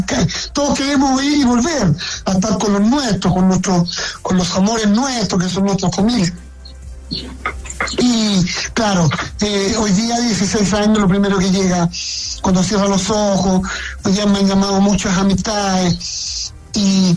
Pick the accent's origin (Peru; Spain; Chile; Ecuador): Chile; porque pasaban muchas cosas por la cabeza de nosotros. como minero chileno.